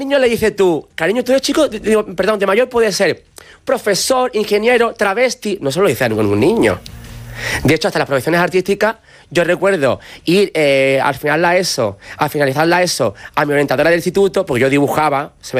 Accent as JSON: {"language": "Spanish", "town": "Alcalá de los Gazules", "region": "Andalusia", "country": "Spain", "tie": "born or raised there"}